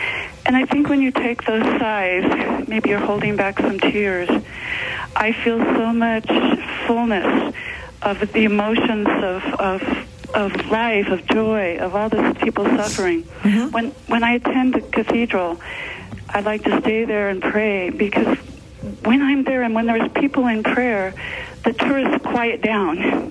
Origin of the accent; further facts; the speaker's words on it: Santa Fe, New Mexico, United States; Hello, Mother. I'm from New Mexico, Santa Fe.